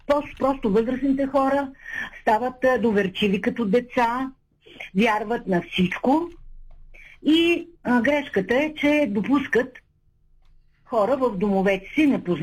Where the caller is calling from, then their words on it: Shumen, Shumen Province, Bulgaria; съм от Шумен.